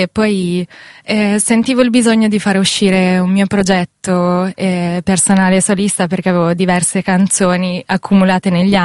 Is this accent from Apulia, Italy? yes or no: no; Bellaria, Emilia-Romagna, Italy; Io arrivo dalla provincia di Rimini.